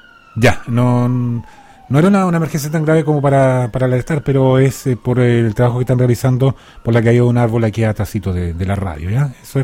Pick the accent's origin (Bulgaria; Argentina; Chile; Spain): Chile; Así somos los chilenos